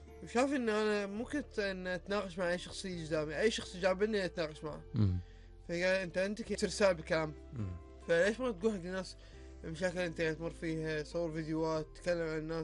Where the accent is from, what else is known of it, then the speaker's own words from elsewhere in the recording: Kuwait; عندنا في الكويت